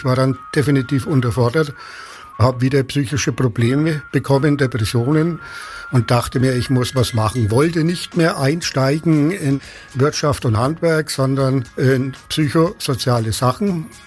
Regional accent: Gefrees, Bavaria, Germany; Ich komme aus Gefrees, bin verheiratet mit der Ecke, habe 2 Kinder und 2 Enkelkinder.

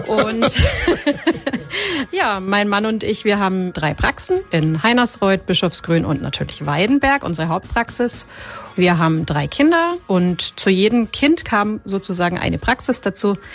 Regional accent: Bavaria, Germany; moved away as an adult; now in Bayreuth, Germany; bin Zahnärztin und bin vor ein paar Jahren der Liebe wegen nach Bayreuth gekommen, aus Mittelfranken. Ich bin quasi Migrantin, bin aber ganz froh, dass ich hier die Sprache auch gut verstehe und mittlerweile auch spreche.

